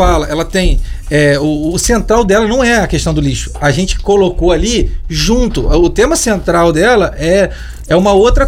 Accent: Cabo Frio, Rio de Janeiro, Brazil; Então, eu também sou nascido em Cabo Frio. Sou meio argentino também, metade da minha família.

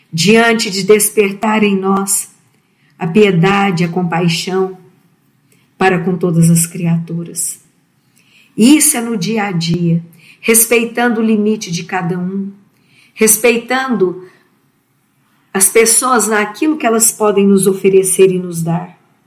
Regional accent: Uberlândia, Minas Gerais, Brazil

